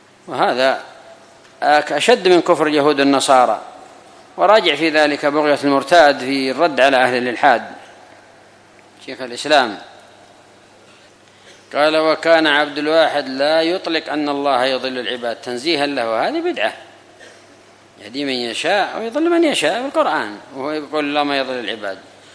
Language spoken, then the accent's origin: Arabic; Yemen; أما عندنا في اليمن ما هو معدن التشيع،